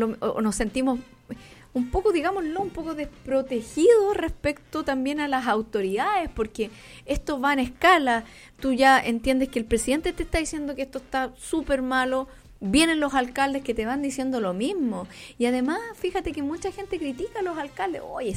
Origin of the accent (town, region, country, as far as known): Chile